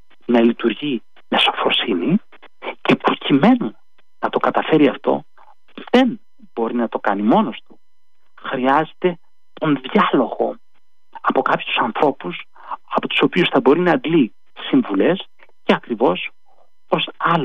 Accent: Athens, Attica, Greece; καθότι μεγάλωσα στην Αθήνα, στην οδό Βατάτζη

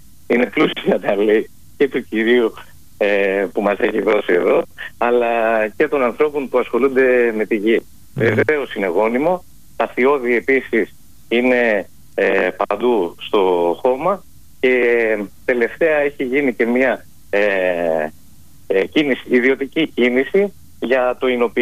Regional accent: Ioannina, Epirus, Greece; όπως τα έβλεπα εγώ στο χωριό μου, που έχουν καταγωγή από τα όμορφα Ιωάννινα

